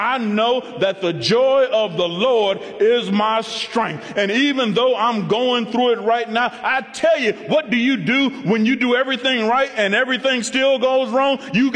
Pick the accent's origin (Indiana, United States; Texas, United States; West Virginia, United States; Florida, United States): Indiana, United States; moved away; I'm from Northwest Indiana.